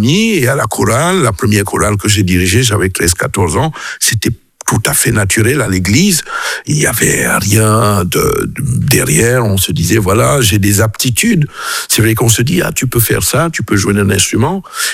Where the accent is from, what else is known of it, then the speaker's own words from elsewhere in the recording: Cameroon; moved away as an adult; now in Belgium; originaire du Cameroun. Donc, je viens du Cameroun après mon bac pour étudier en Belgique.